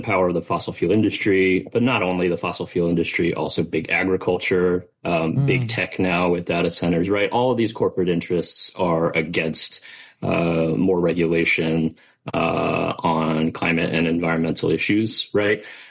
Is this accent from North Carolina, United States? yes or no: yes; North Carolina, United States; now in Washington, D.C., United States; I'm originally from North Carolina. My parents are immigrated from China.